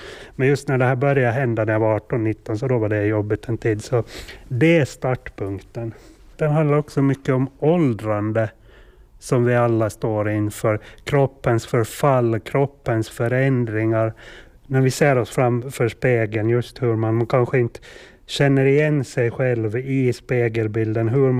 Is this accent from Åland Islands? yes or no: yes; Åland, Åland Islands; Så de är alla bilder tagna på Åland och flera i Sviby i barndomstrakten.